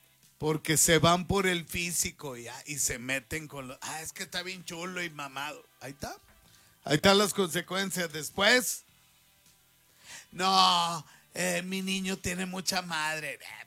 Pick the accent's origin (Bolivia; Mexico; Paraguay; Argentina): Mexico; northern Mexico; lo digo como buen norteño